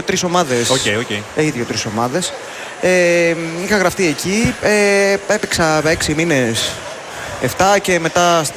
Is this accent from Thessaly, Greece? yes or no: no; Athens, Attica, Greece; also born or lived in Paros; Κάποια χρόνια, τα παιδικά μου χρόνια τα πέρασα στην Αθήνα και το τελείωμα των σχολικών μου ετών το πέρασα στην Πάρο.